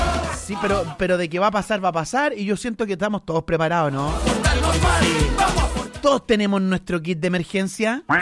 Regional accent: Chile; Tan negativos que somos los chilenos.

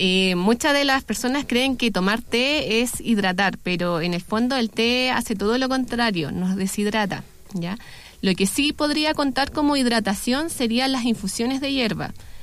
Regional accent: Chile

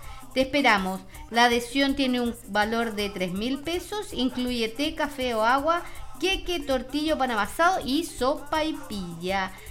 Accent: Chile; si somos chilenos, y somos chilenos, somos buenos y colaboradores

